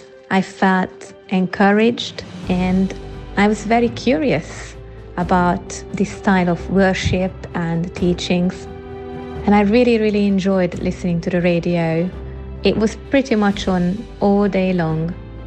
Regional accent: Hungary; English is a second language; moved away as an adult; now in London, United Kingdom; I moved to London from Hungary in 2005 with my two young children.

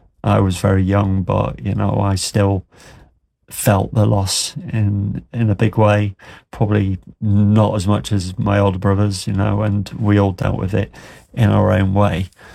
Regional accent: Grimsby, Yorkshire and the Humber, United Kingdom; moved away; Originally, I'm from Grimsby.

